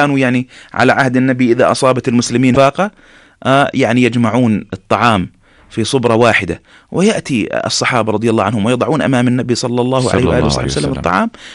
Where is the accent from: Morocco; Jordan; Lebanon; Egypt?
Jordan; إحنا في الأردن في هذا البلد المبارك تربينا على قيم